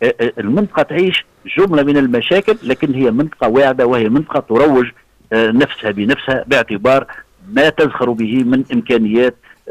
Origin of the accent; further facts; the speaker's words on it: Tunisia; احنا عندنا في تونس